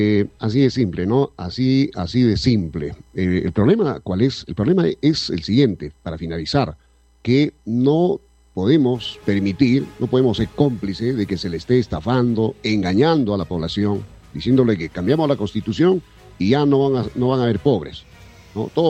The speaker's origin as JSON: {"language": "Spanish", "country": "Peru", "said": "todos somos peruanos"}